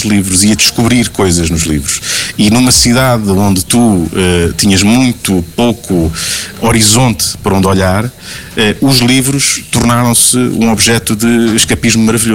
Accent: Castelo Branco, Centro, Portugal; Porque eu sou de Castelo Branco. Castelo Branco, quando eu cresci em Castelo Branco, não era exatamente a terra do leite e do mel no que a oferta cultural diz respeito.

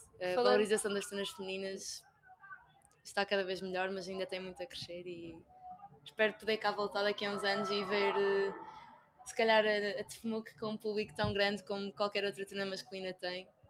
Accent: Coimbra, Centro, Portugal; eu no meu caso sou de Coimbra

